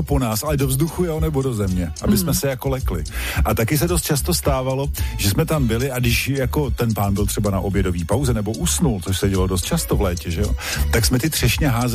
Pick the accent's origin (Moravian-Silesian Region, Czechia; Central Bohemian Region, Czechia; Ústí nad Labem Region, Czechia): Ústí nad Labem Region, Czechia; já jsem vyrůstal v Českém středohoří a tam kolem nás byly třešňové sady.